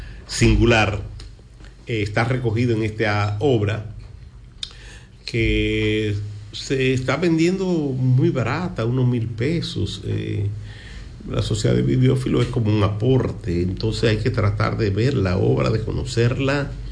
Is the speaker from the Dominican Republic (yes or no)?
yes; La Vega, Dominican Republic; Nuestras vivencias culturales, nuestras tierra, la gastronomía, la Loma de Guaigüí, eso es lo que somos